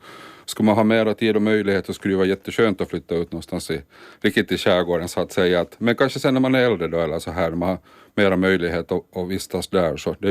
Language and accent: Swedish; Turku, Southwest Finland, Finland; när jag är född i Åbo och har bott där då, största delen av mitt liv.